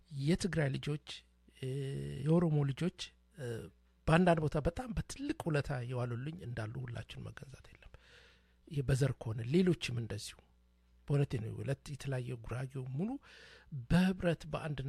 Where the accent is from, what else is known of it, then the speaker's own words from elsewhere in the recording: Dire Dawa, Ethiopia; ማንም ሰው እኔ ድሬዳዋ ተወልጄ ያደኩል ጊዜ ነው ማለት አይደለም